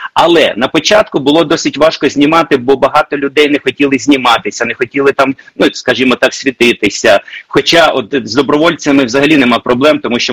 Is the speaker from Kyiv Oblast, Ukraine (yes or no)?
no; Zaporizhzhia Oblast, Ukraine; moved away; І я коли приїхав сюди, на Запоріжжя, в Оріхів, я це, розумієте, це мій рідний край. Це мій рідний край, я сам навчався в Запоріжжі, Оріхів, Мала Токмачка, там Роботіне, Пологи, це далі. Це дорога додому, тобто це мої знайомі місця